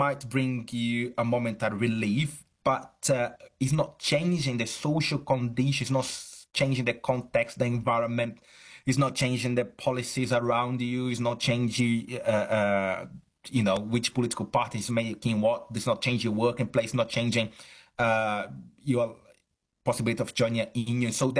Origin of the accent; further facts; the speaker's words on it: Brazil; now in Chichester, United Kingdom; I'm originally from Brazil, though I'm academic in at the University of Chichester in the UK. I see a lot of that also in Brazil.